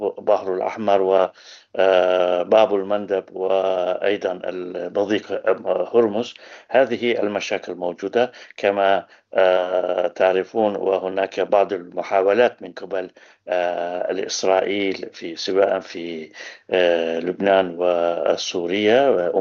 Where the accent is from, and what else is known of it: Turkey